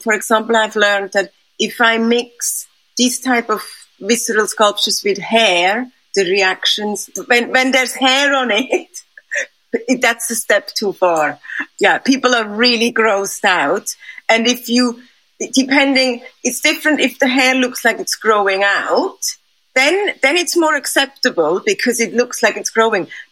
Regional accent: Switzerland; moved away as an adult; now in London, United Kingdom; I grew up in Switzerland, but I've lived in London for the last almost 3 decades

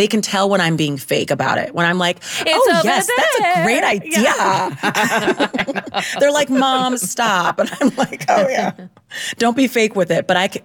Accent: Ohio, United States; accent: Midwestern; I'm from Ohio, Midwestern, like newscasters study our voices.

